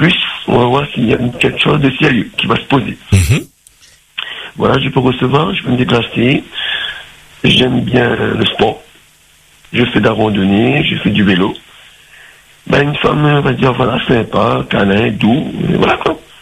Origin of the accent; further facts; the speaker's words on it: Réunion; Voilà, j'ai 49 ans. Je suis du Nord. Je suis mixé créole